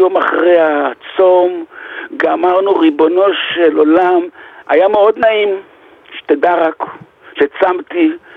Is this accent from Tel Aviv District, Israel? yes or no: yes; Bnei Brak, Tel Aviv District, Israel; אני בני ברקי והתפללתי בבית כנסת מערב של פה בסילל.